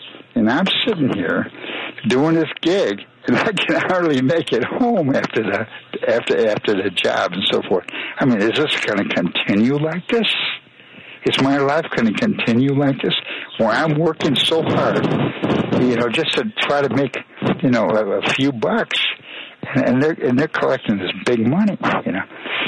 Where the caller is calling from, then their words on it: Chicago, Illinois, United States; Yeah, I'm just calling from Chicago.